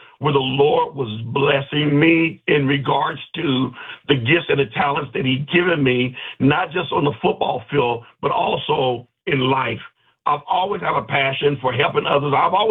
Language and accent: English; Casa Grande, Arizona, United States; for a young boy come from Casa Grande